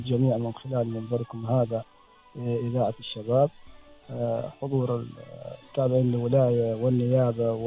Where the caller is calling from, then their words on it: Al-Mudhaibi, Ash Sharqiyah North, Oman; من ولاية المزيد، منطقة لبق، جاب الشمال الشام، شمال الشرق.